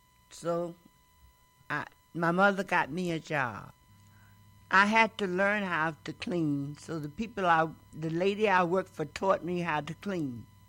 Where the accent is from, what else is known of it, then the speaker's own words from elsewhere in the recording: Virginia, United States; moved away; I came up north from Virginia in 1936. I was staying with, my grandmother raised me. My grandmother died. My mother was up north, so I came up north with my mother.